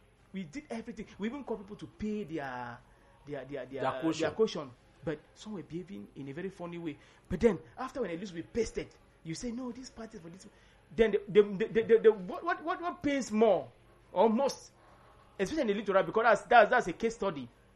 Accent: Kumba, Southwest Region, Cameroon; born there; also born or lived in West Region, Cameroon; now in Yaoundé, Cameroon; I was born in Kumba, but I hear from the grassfield. I hear from the West Region.

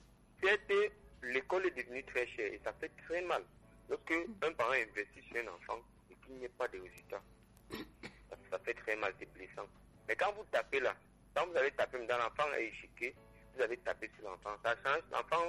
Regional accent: Yaoundé, Centre, Cameroon; Moi je suis né à Yaoundé, grandi à Yaoundé. Yaoundé à l'époque c'était un peu un petit village.

